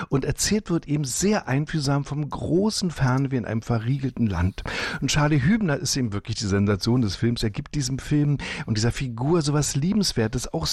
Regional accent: East Germany, Germany; Wir als Ossis.

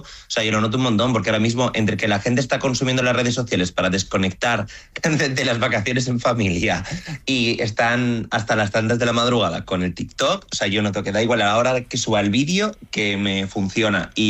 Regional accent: Santander, Cantabria, Spain; A ver, verdad que yo soy de Santander y las olas del mar Cantábrico para hacer surf son fascinantes, pero...

